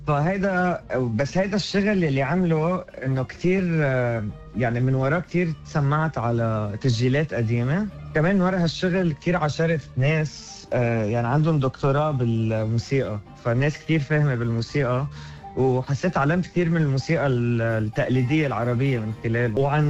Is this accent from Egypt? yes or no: no; Beirut, Beirut Governorate, Lebanon; now in Australia; أنا ربيت ببيروت لبنان، وجيت على أستراليا من 8 سنين ب 2019